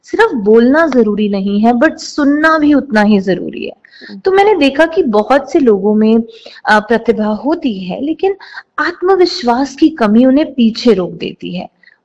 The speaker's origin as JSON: {"language": "Hindi", "region": "Delhi", "country": "India", "tie": "born or raised there", "said": "मेरा बचपन दिल्ली में बीता है, वहीं मेरा जन्म हुआ, वहीं मैं पली बड़ी"}